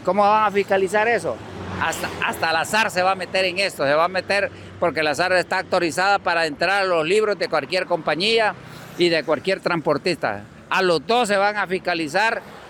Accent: Honduras; Somos nosotros los hondureños

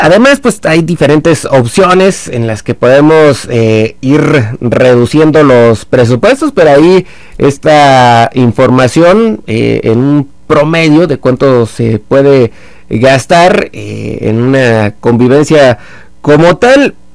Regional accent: Mexico; Siempre como mexicanos tenemos la expectativa de que nuestro equipo va a ganar

